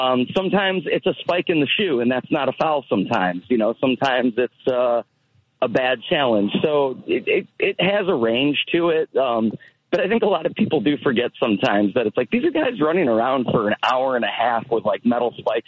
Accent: United States; Hard for me to say as an American

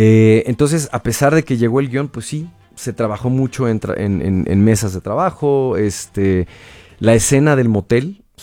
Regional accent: Mexico; Por la duda que nosotros como mexicanos tenemos de nuestras instituciones.

